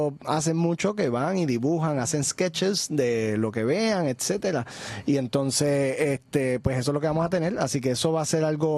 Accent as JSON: {"language": "Spanish", "town": "Mayagüez", "country": "Puerto Rico", "tie": "born or raised there", "said": "yo me crié en Mayagüez, que entonces la cuestión de las artes era un poco más difícil de conseguir."}